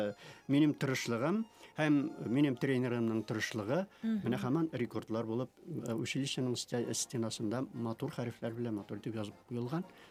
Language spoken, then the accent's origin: Tatar; Tatarstan, Russia; born there